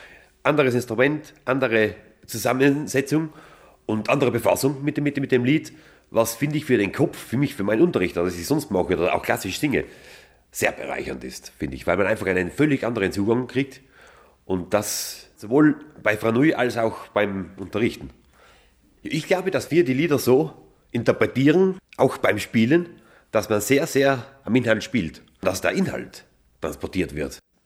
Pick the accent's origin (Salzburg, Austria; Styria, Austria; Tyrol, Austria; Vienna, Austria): Tyrol, Austria; Innervillgraten; weil wir alle aufgewachsen sind in Innerfilgarten, mehr oder weniger, also der Großteil von uns.